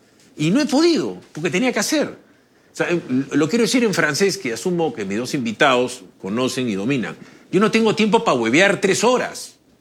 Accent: Trujillo, La Libertad, Peru; yo soy trujillano

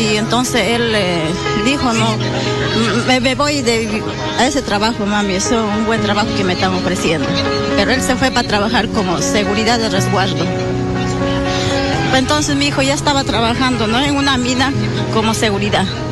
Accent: Ayacucho, Peru; Bueno, de acá yo soy de Ayacucho.

